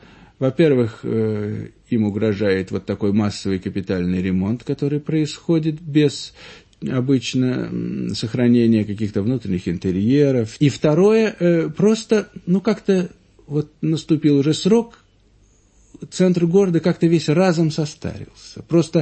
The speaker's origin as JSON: {"language": "Russian", "town": "Leningrad", "region": "Saint Petersburg", "country": "Russia", "tie": "born or raised there", "also_born_or_lived": "Crimea", "said": "правда, родился в Крыму, но в молодом возрасте приехал в Ленинград. И так что, конечно, действительно, я ленинградец и не мыслю себя совершенно в другом городе."}